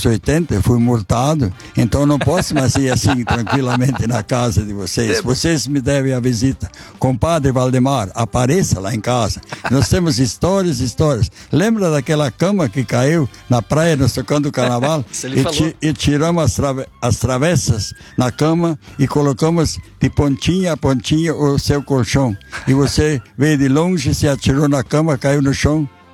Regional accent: São José do Hortêncio, Rio Grande do Sul, Brazil; born there; eu nasci em São José do Hortêncio, naquele tempo se nascia em casa. O serviço feito por uma parteira. Isso então foi em 1942. Nós não tínhamos luz elétrica ainda.

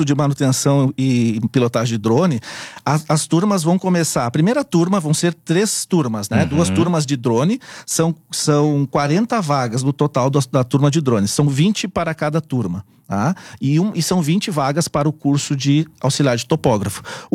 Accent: Santa Maria, Rio Grande do Sul, Brazil; now in Nova Petrópolis, Brazil; Eu sou natural de Santa Maria

